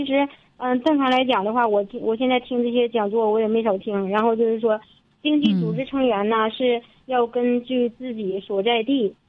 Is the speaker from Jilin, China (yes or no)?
yes; Jilin, China; moved away as an adult; now in Liaoning, China; 我老家是吉林的